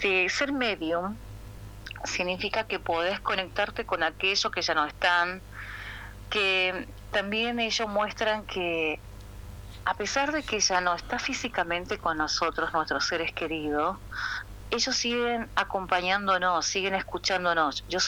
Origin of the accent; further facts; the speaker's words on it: Paraguay; now in Argentina; paraguaya, vivo en Argentina hace más de 20 años.